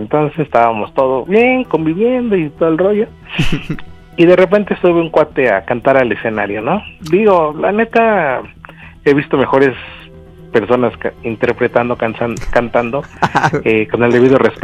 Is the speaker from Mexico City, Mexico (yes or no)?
yes; Mexico City, Mexico; Soy de la Ciudad de México y tengo 39 años.